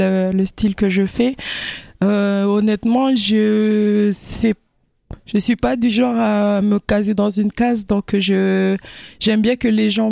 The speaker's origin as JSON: {"language": "French", "country": "New Caledonia"}